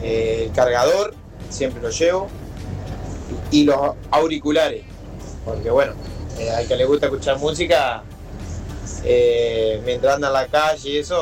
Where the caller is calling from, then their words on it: Entre Ríos, Argentina; desde Vicuña, Entre Ríos.